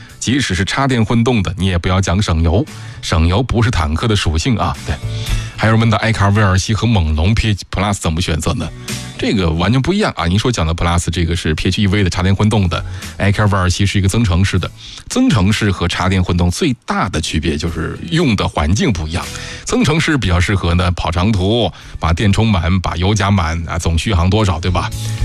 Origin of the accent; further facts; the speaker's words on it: Hailar, Inner Mongolia, China; 其实我也是内蒙古的啊，我是内蒙古的呼伦贝尔海拉尔市的人